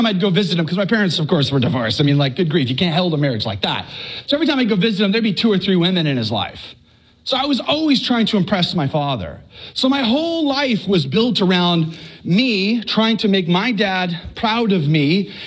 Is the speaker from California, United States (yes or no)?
no; Texas, United States; I'm from Texas.